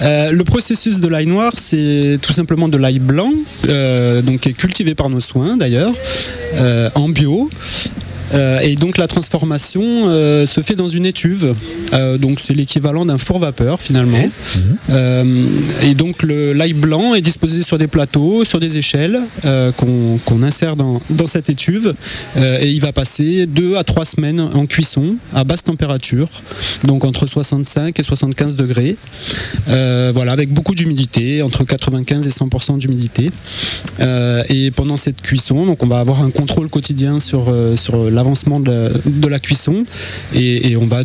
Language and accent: French; Lectoure, Occitanie, France; Je viens de Lectour, à côté.